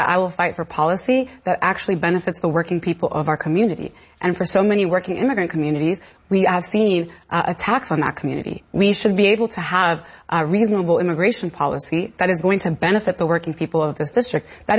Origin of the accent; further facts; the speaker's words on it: New York City, New York, United States; I am the daughter of Dominican immigrants. I am a New Yorker.